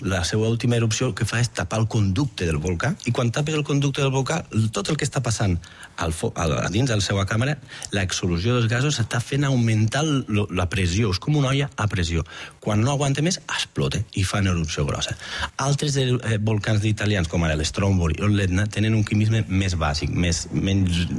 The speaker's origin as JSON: {"language": "Catalan", "town": "Batea", "region": "Catalonia", "country": "Spain", "said": "Jo de Batea, que som de secà, que no hi ha volcans"}